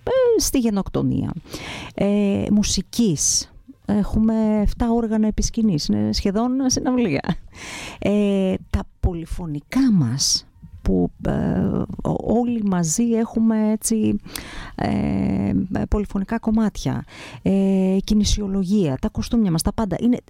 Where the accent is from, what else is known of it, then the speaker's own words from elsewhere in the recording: Koryfi, Central Macedonia, Greece; Το χωριό μου είναι η κορυφή Κιλκής